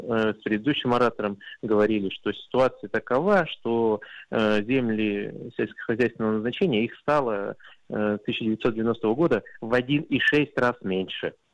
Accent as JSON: {"language": "Russian", "region": "Altai Krai", "country": "Russia", "tie": "born or raised there", "said": "Я родом с Алтайского края."}